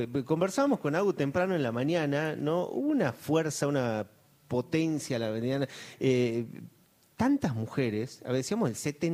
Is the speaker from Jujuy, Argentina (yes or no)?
yes; Jujuy, Argentina